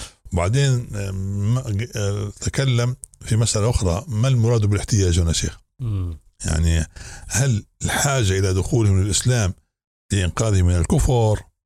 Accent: Libya; عندنا في ليبيا

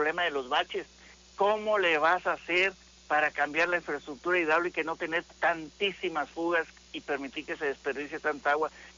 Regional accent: Tamaulipas, Mexico; Nosotros como mexicanos, aquí en lo cortito como tamaulipecos

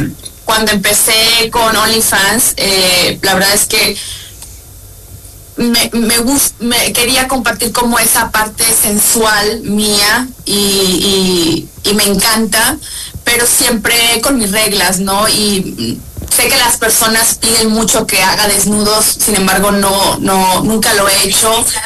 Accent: Mexico; moved away as an adult; now in New York, United States; ya no vivo acá, vivo en Manhattan, pero muy agradecida de regresar, a México con mi gente después de tantos años, 7 años.

